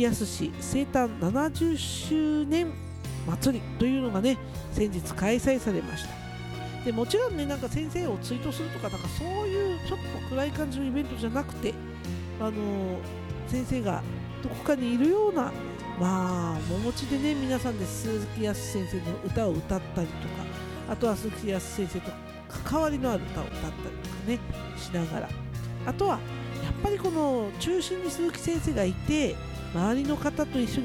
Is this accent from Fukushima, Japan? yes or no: yes; Omachi, Fukushima, Japan; 私自身が大町の出身というのもあって、いよいよ地元って感じですよね。